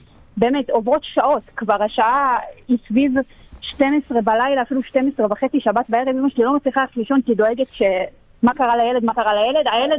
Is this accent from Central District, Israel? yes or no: yes; Yavne, Central District, Israel; אנחנו מיבנה